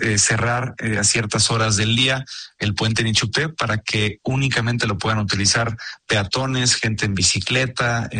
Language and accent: Spanish; Cancún, Quintana Roo, Mexico; que además quiero decirte, Maca, que yo que nací, crecí en Cancún, lo soñábamos y los gobiernos decían que lo iban a hacer